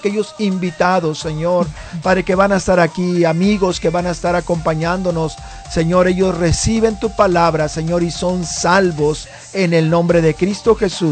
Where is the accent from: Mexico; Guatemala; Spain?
Mexico; Si soy mexicano